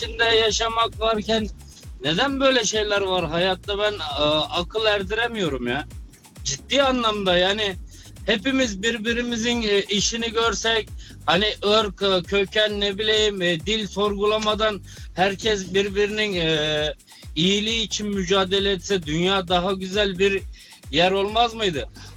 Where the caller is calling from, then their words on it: Berlin, Germany; ben Berlin'den.